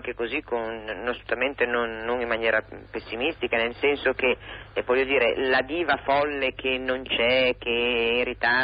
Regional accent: Genoa, Liguria, Italy; born there; now in Milan, Italy; E io sono nata a Genova, però sono figlia di milanesi e vivo a Milano.

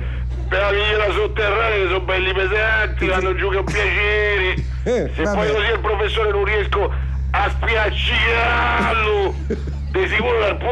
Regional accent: Rome, Lazio, Italy; now in Ostia, Italy; Buongiorno, sono di Roma. Io specifico perché sono tanti anni che mi sono trasferito un po' l'accento, ho perso.

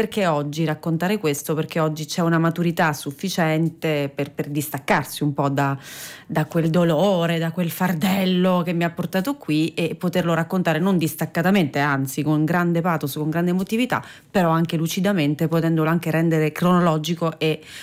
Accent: Sicily, Italy; io sono siciliana, ragazzi, calmi

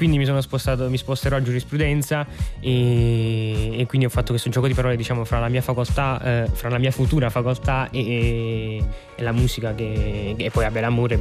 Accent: Avellino, Campania, Italy; Io comunque sono nato a Avellino, e Avellino è molto vicino a Napoli, quindi diciamo fin da piccolo ho sempre visto Napoli come la città

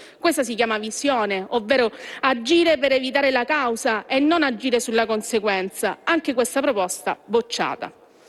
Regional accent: Messina, Sicily, Italy; Perché io vengo dalla Sicilia, vengo da Messina.

